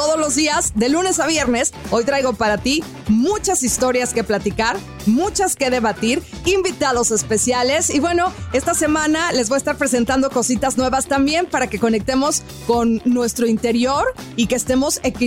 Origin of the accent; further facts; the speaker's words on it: Mexico; moved away; como buenos latinos, pero sobre todo como mexicanos